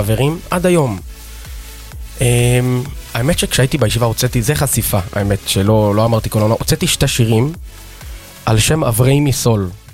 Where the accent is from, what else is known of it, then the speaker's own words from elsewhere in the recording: Jerusalem, Jerusalem District, Israel; וגדלנו בארנוף. זהו, אתה יודע, חרדים הארדקור